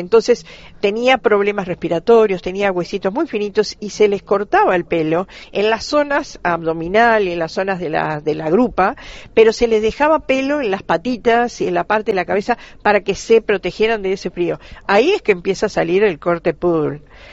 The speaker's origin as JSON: {"language": "Spanish", "country": "Uruguay", "said": "el trabajo que nosotros realizamos, digo nosotros como los uruguayos"}